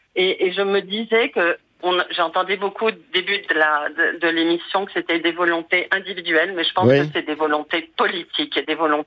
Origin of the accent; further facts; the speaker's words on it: Paris, Île-de-France, France; je suis une Parisienne qui a été passer des vacances en Creuse